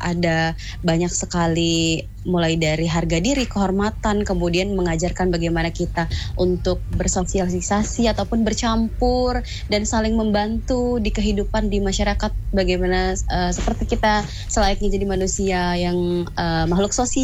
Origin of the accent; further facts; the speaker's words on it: Lampung, Indonesia; saya orang Lampung. Kebetulan saya memang asli Lampung Kak, jadi ayah dan ibu memang Lampung dan tinggal di Lampung.